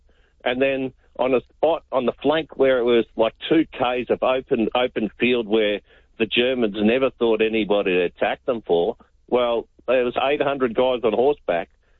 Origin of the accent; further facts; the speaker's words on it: Melbourne, Victoria, Australia; now in Ringwood, Australia; I come from Ringwood at the minute, and I'll defend Ringwood. I was born and bred in East Doncaster. I'll defend East Doncaster. You know, but, you know, when I was a young bloke, I'm 62 now.